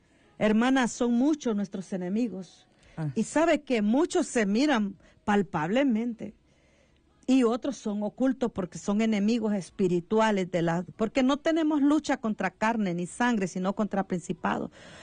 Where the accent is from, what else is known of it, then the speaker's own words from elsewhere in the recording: Minas de Oro, Comayagua, Honduras; yo soy de un pueblo que se llama Minas de Oro, muy hermoso mi pueblo y muy lleno de gente de Dios.